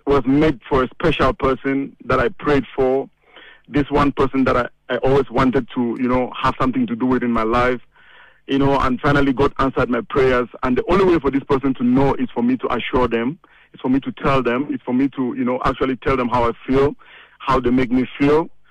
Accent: Cameroon; English is a second language; You know, like you rarely know, I'm from Cameroon.

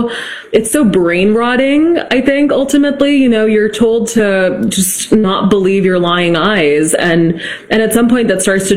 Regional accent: Massachusetts, United States; I mean, I'm from Massachusetts, which actually does have very good scho

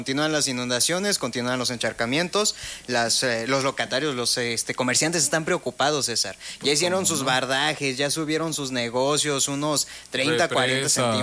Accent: Mexico; Como los mexicanos, nos la rifamos, hombre.

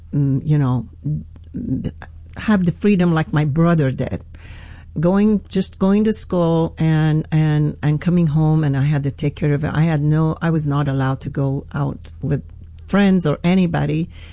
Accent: Iran; moved away as an adult; So anyway, I grew up in Iran for 21 years. I was born in Iran.

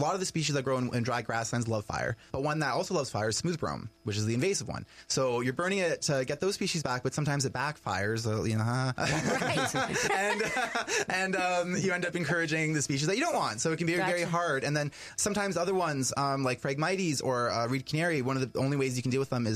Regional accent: Peterborough, Ontario, Canada; now in Haliburton, Canada; So I come from Peterborough.

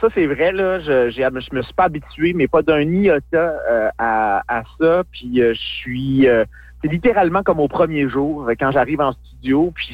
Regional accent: Saguenay, Quebec, Canada; moved away; je viens du Saguenay, puis j'ai étudié là longtemps.

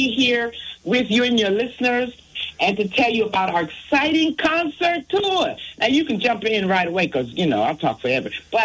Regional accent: Washington, District of Columbia, United States; also born or lived in Kentucky; But I grew up and was born in Washington, D.C. My father was a Baptist minister there.

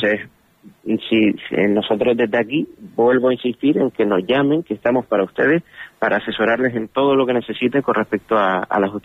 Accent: Canary Islands, Spain; nosotros, como desde Canarias

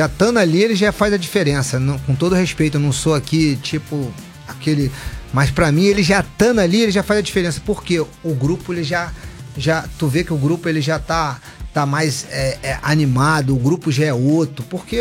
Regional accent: Brazil; eu sou brasileiro

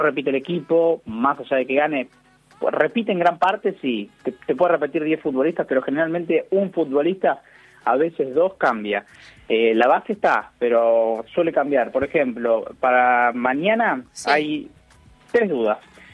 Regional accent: Argentina

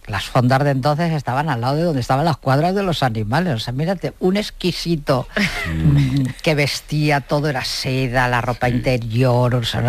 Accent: Navalsau, Castile and León, Spain; pueblecito que yo te digo, de Navalsau, de Ávila. Y él se fue hasta Ávila en tren, y de Ávila a mi pueblo en burro.

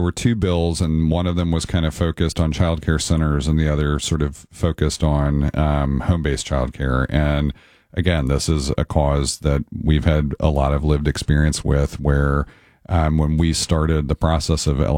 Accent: Nashville, Tennessee, United States; growing up in Nashville, I benefited from both home based childcare and on site childcare at childcare facilities.

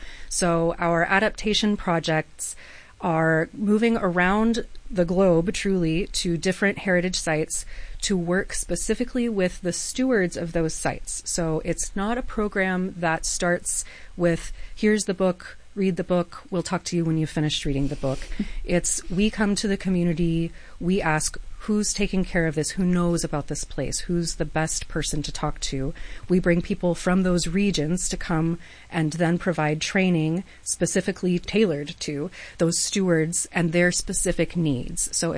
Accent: Texas, United States

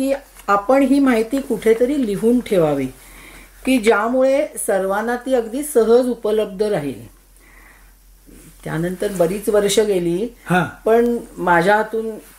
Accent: Mumbai, Maharashtra, India; moved away as an adult; also born or lived in Pune / Sydney; now in Melbourne, Australia; माझं लहानपण मुंबईत शिवाजी पार्क एरियामध्ये गेलं. माझ्या घरी आम्ही आजी आजोबा आई वडील आणि आम्ही तिघं भावंड असे राहत होतो. नंतर लग्न झाल्यावर मी पुण्यात आले.

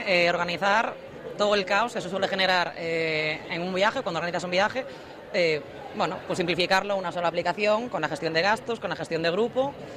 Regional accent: Pontevedra, Galicia, Spain; De aquí, de Pontevedra.

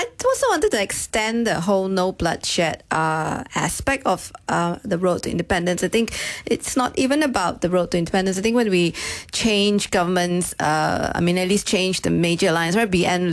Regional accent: Malaysia; being Malaysian

